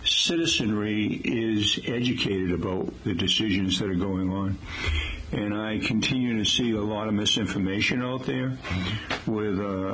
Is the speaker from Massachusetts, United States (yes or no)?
yes; Taunton, Massachusetts, United States; the Portuguese village here in Taunton on Purchase Street, the street right behind where I grew up on Benefit Street.